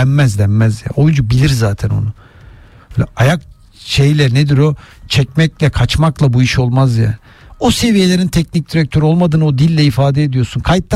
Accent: Kavak, Samsun, Turkey; Benim Kavak'ta bir şey var. Orada oturuyorum. Doğma büyüme oralıyım.

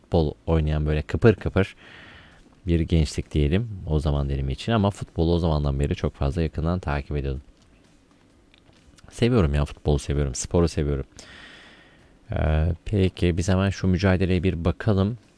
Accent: Ankara, Turkey; moved away as an adult; now in Istanbul, Turkey; Demet Evleri de iyi bilirim, Şentepe'yi de iyi bilirim, Ankara'yı iyi bilirim, çocukluğum, gençliğim orada geçti. İyi bilirim, çok severim Ankara'yı. Hala benim için hayatımdaki en özel kentlerden birisidir Ankara. Hani yıllardır, 30 yıldır İstanbul'dayım

